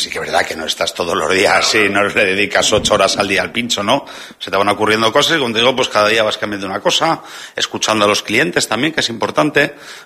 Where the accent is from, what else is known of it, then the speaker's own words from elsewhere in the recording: Segovia, Castile and León, Spain; moved away; yo que soy de Segovia